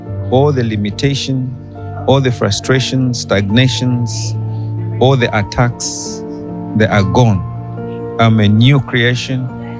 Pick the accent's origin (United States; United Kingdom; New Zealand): United Kingdom; I come from the United Kingdom.